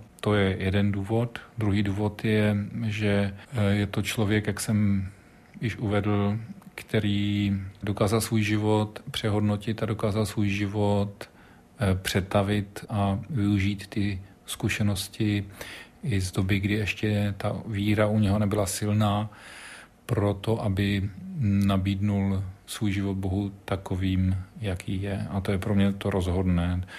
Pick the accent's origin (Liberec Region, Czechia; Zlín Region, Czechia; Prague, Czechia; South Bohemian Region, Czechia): Prague, Czechia; protože pocházím z Prahy a ve františkánském klášteře stojí jeho socha.